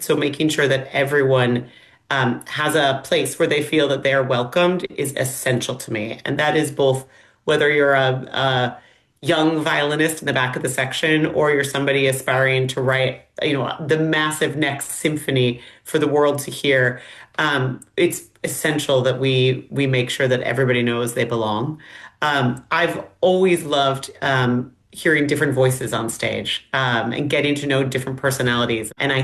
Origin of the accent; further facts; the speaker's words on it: Minnesota, United States; now in Los Angeles, United States; I'm from Minnesota originally, and I moved to Los Angeles to attend USC